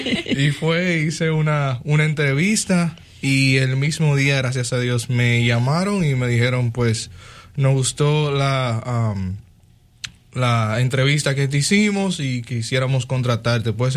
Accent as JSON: {"language": "Spanish", "country": "Dominican Republic", "said": "Yo soy dominicano."}